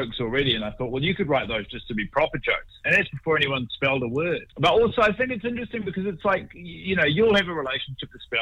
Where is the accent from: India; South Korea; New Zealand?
New Zealand; Thank God You're Here, which I grew up watching here in New Zealand